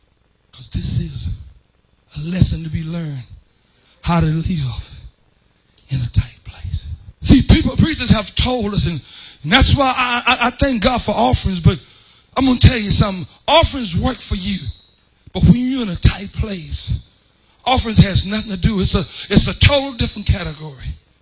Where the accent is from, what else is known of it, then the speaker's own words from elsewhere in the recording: Texas, United States; also born or lived in Florida; I come from Texas